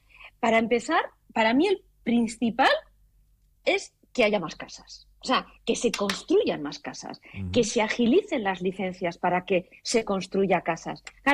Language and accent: Spanish; Vitoria-Gasteiz, Basque Country, Spain; Que ya sabes que soy de Vitoria, pasar por el pantano y ver varios ojos del puente